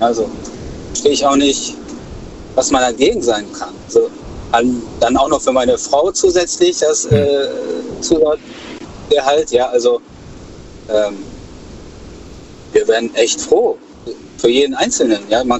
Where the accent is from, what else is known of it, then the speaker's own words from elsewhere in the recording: Düsseldorf, North Rhine-Westphalia, Germany; Nee, ich komme aus Düsseldorf.